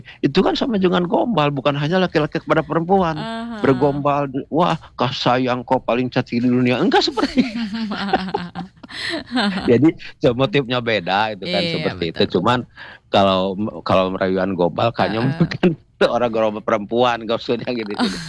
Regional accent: Bogor, West Java, Indonesia; born there; menikah dengan nenek saya, maka lahirlah saya di Bogor itulah seperti itu.

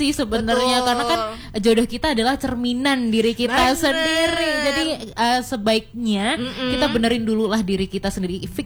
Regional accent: Malang, East Java, Indonesia; Asli Malang kita.

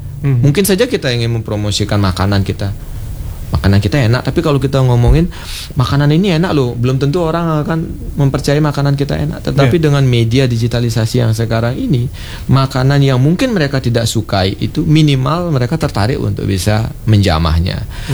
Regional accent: Bali, Indonesia; Kita orang Bali penari

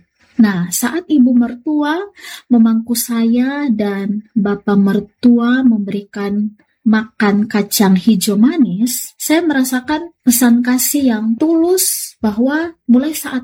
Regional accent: East Nusa Tenggara, Indonesia; menjaga identitas budaya kita sebagai orang Sabu

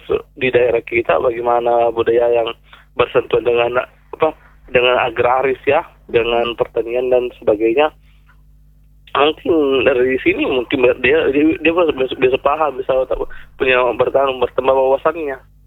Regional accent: Bone, South Sulawesi, Indonesia; ternyata ini makanan dari daerah aku, ternyata daerah aku tercinta dari Bone, ternyata begitu ya.

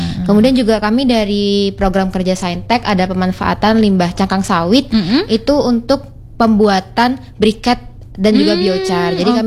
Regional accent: East Kalimantan, Indonesia; now in Bangka, Indonesia; Saya dari Kalimantan Timur.

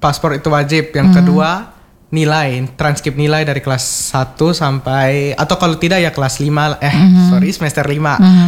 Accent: Alor, East Nusa Tenggara, Indonesia; Saya asli NTT, orang alor.

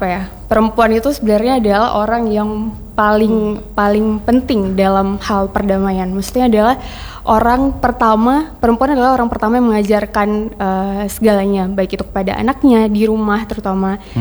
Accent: Aceh, Indonesia; Iya, sebagai warga Aceh ya, Bang.

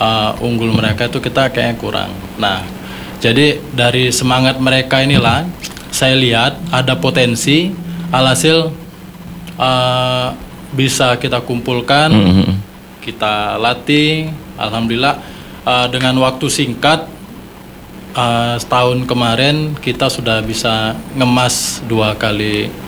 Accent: Indonesia; kampung saya, Pulau Batu.

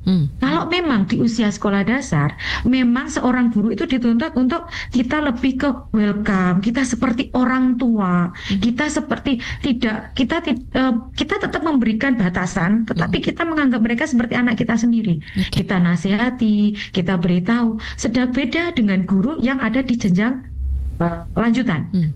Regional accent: East Java, Indonesia; accent: medok; Saya dari Jawa Timur ya, Pak Fauzi ya. Mungkin bahasa saya sedikit medok nanti kalau didengarkan.

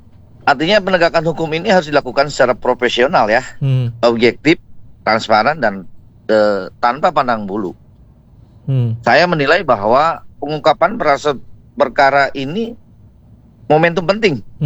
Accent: West Java, Indonesia; Saya warga Bogor Barat khususnya di sini

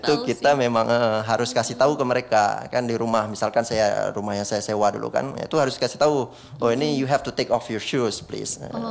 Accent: Indonesia; moved away as an adult; now in Melbourne, Australia

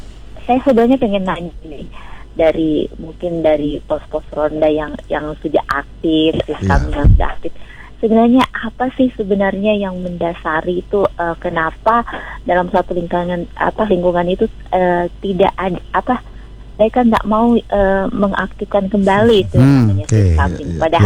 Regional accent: Tolitoli, Central Sulawesi, Indonesia; Saya dari Sorotoli Mas Rudi.

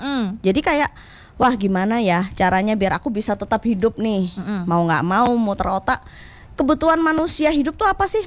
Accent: Java, Indonesia; Jadi karena aku juga wong Jawa ya.

